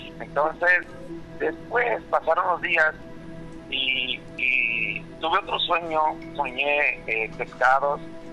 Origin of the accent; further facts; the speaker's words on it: Tacámbaro, Michoacán, Mexico; Soy originario de Michoacán, de allá del lado de Tacámbaro, Michoacán.